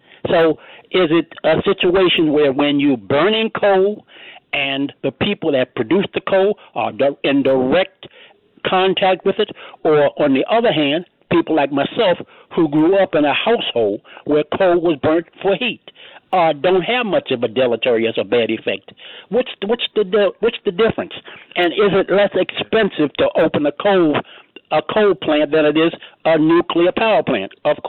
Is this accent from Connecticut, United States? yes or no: no; Baltimore, Maryland, United States; Now, I grew up in East Baltimore. The man would bring coal and put it through the downstairs window, which looked on the front, and we used coal to heat our furnace.